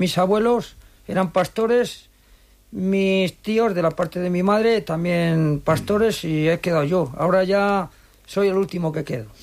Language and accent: Spanish; Matilla de los Caños, Castile and León, Spain; Soy de Matilla, de Los Caños, oveja negra. Tengo un rebaño de 750 ovejas castellana negra.